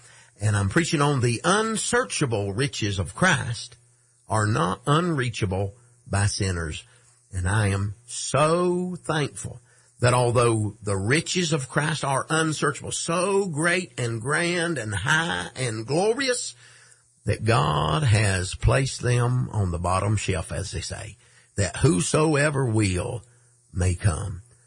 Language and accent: English; North Carolina, United States; One being that I am originally from North Carolina. I'm from the Wilkes County area, pastored in Wilkes County for 26 years.